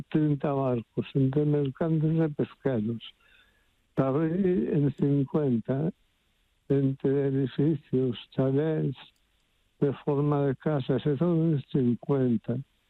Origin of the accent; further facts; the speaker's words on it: Taragoña, Galicia, Spain; born there; now in Ribeira, Spain; Nací en Tarragoña.